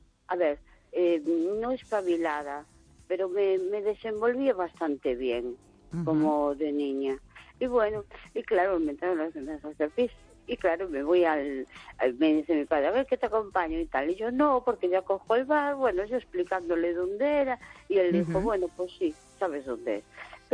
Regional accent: A Coruña, Galicia, Spain; yo soy de La Coruña, es decir, me considero coruñesa

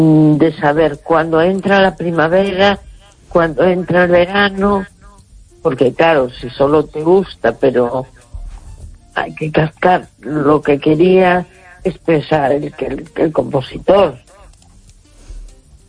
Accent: A Coruña, Galicia, Spain

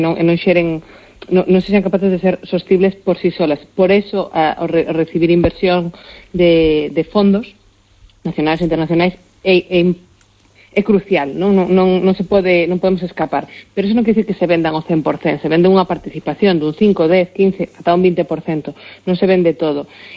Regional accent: Galicia, Spain; Pero a nivel galega, como galega falando

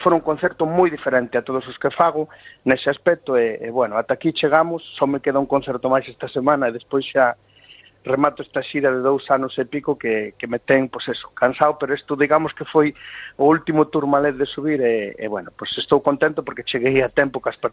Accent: Galicia, Spain; pois eso, que temos que, como galegos, pois unirnos

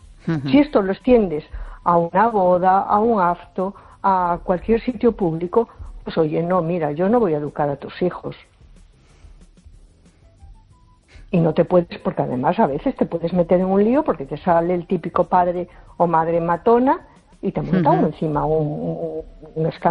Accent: A Coruña, Galicia, Spain; Hola, buenas noches. … de Coruña.

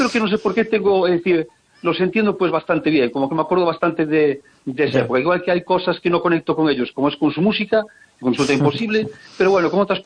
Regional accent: Lugo, Galicia, Spain; born there; Sí, yo nací en Lugo, sí.

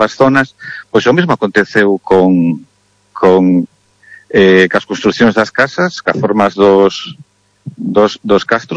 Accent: Galicia, Spain; Temos que decir que, os galegos non somos celtas.

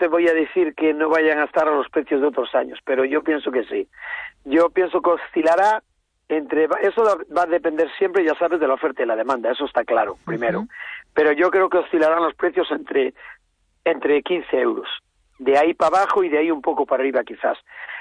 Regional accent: Galicia, Spain; somos gallegos.

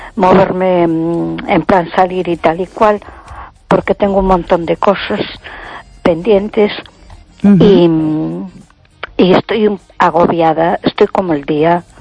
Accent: A Coruña, Galicia, Spain

